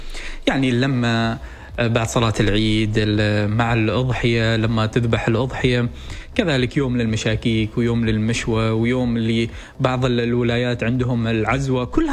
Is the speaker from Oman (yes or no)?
yes; Oman; أن بلدنا عمان فيها من العادات والتقاليد في أيام العيد اللي نوعا ما تنفرد عن بقية الدول.